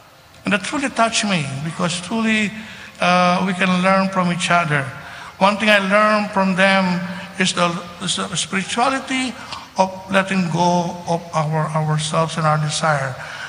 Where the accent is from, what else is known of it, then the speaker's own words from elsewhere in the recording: Philippines; I came from the Philippines, and I guess some people were here, come from different countries